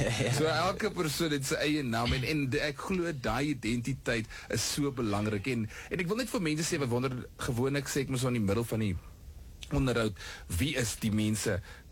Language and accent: Afrikaans; Bloemfontein, Free State, South Africa; My bro, ek kom ook van Bloemfontein.